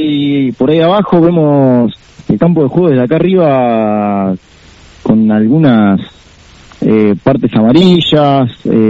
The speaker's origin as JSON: {"language": "Spanish", "town": "Punta Alta", "region": "Buenos Aires Province", "country": "Argentina", "said": "como somos de Punta Alta"}